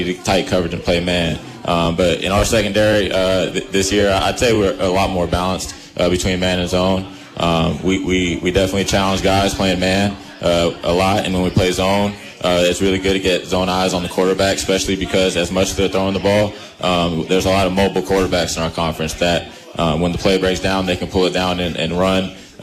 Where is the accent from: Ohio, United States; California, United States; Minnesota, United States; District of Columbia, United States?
California, United States; San Jose; moved away; I am from California as well, San Jose.